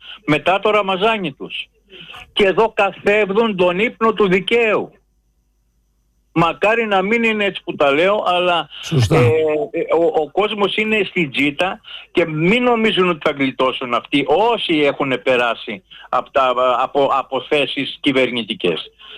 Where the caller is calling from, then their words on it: North Aegean, Greece; Επειδή εγώ είμαι και από το Ανατολικό Αιγαίο, θα χρειαζόμαστε ειδική άδεια Τουρκίας για να πάμε στα νησιά μας.